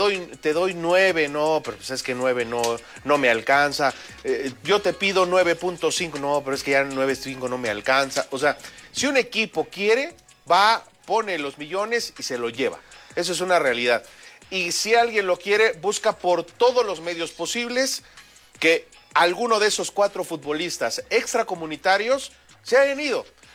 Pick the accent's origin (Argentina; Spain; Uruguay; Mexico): Mexico; Puebla; Yo soy poblano.